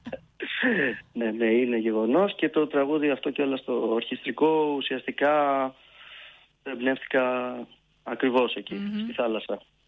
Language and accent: Greek; Crete, Greece; now in Athens, Greece; όταν ανεβαίνω Θεσσαλονίκη και μου λένε από πού είσαι, λέω Αθήνα, μένω, μα από πού είσαι, είμαι από την Κρήτη